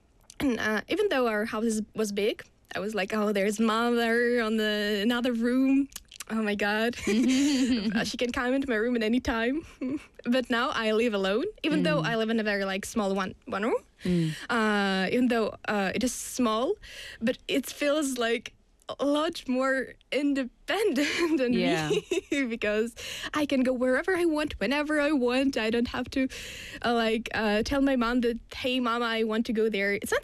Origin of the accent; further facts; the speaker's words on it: Russia; English is a second language; now in South Korea; And actually, in my hometown, Russia is really spacious because there's a lot of space, and a very little amount of people.